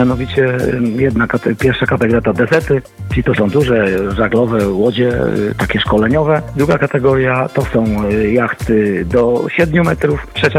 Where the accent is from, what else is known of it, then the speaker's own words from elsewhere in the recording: Koszalin, West Pomeranian Voivodeship, Poland; Ja z Koszalina, z okna widzę jezioro Jamno, Państwo pewnie w większości też.